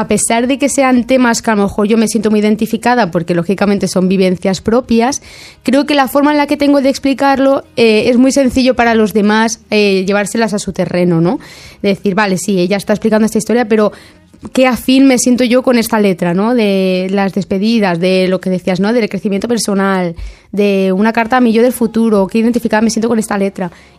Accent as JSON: {"language": "Spanish", "town": "Montornès del Vallès", "region": "Catalonia", "country": "Spain", "lives_now": "Lliçà, Spain", "said": "Pero vamos, que yo soy de Montornès y yo en todos los sitios veréis que la biografía, yo es que lo sigo mencionando, yo soy de Montornès, lo digo con orgullo."}